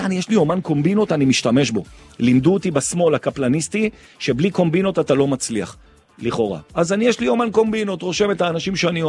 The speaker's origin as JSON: {"language": "Hebrew", "town": "Jerusalem", "region": "Jerusalem District", "country": "Israel", "said": "אני ירושלמי גאה."}